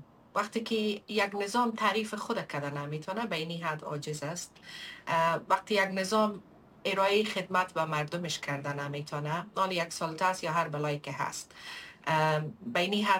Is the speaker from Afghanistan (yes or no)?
yes; Afghanistan